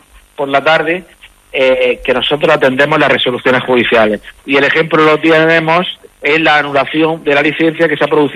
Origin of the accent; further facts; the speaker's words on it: Carboneras, Andalusia, Spain; venimos sufriendo el pueblo de Carbonera desde hace décadas